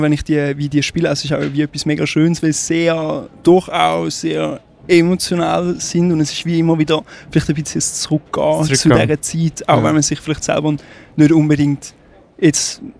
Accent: Thurgau, Switzerland; now in Schaffhausen, Switzerland; Also ich komme, jetzt bin ich gerade wohnhaft in Schaffhausen, ja. Aber aufgewachsen bin ich im Thurgau.

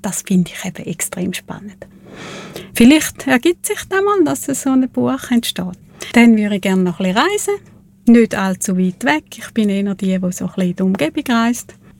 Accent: Thurgau, Switzerland; accent: Thurgau dialect; ich habe mal in Zürich geschafft und bin immer höher genommen worden wegen meinem Thurgauer Dialekt.

